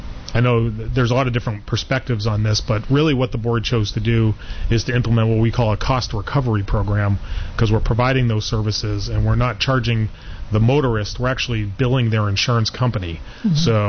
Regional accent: Massachusetts, United States; moved away as an adult; also born or lived in Washington State; now in Scotts Valley, United States; I started my career in Massachusetts, in next to my hometown, and got hired full-time, came out to the western states just north of Seattle. I spent most of my career up in Washington State, 25 years

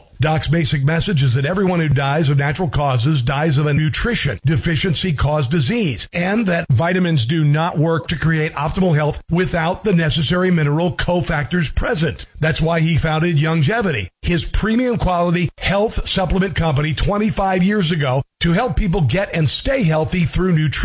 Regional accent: Midwest, United States; I'm from the Midwest, kind of Missouri, Arkansas, the really rich areas out there, lots of forestry, lots of lakes and whatnot

